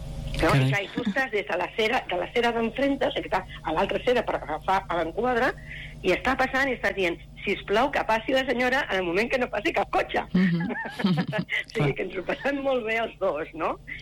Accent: Sabadell, Catalonia, Spain; No, jo soc de Sabadell, però els dos vivim a Castellà, els dos vivim a Campfont.

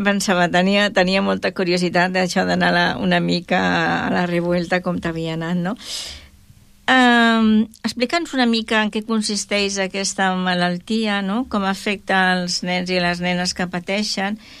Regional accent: Barcelona, Catalonia, Spain; moved away as an adult; No sóc d'aquí, sóc barcelonina, però ja porto 30 i pico d'anys aquí.

